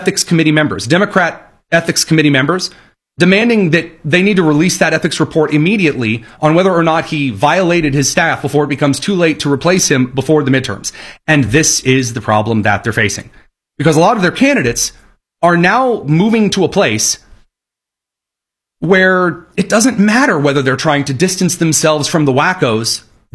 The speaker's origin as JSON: {"language": "English", "town": "Middletown", "region": "Indiana", "country": "United States", "said": "I'm from Middletown, Indiana."}